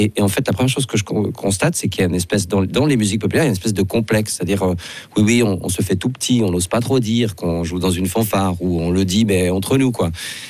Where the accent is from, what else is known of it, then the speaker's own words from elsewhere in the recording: Switzerland; Il faut quand même rappeler que les instruments avant chez nous en Suisse, on est dans la Champions League du domaine.